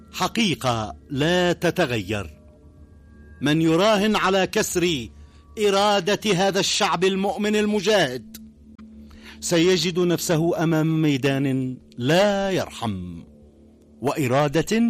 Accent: Sanaa, Amanat Al Asimah, Yemen; عندنا في صنعاء

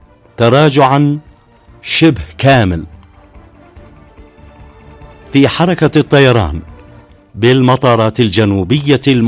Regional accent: Yemen; بلادنا اليمن

